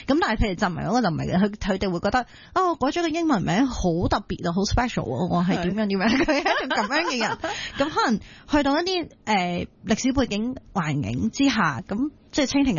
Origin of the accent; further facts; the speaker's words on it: Hong Kong; 我哋香港人系狮子山精神，系好懂得灵活变通，